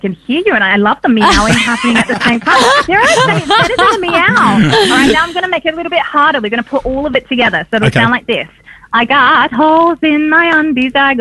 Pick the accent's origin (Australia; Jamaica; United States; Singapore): Australia; Adelaide, South Australia; No shade to Adelaide. I do love my hometown, but, you know, Melbourne's got the goods.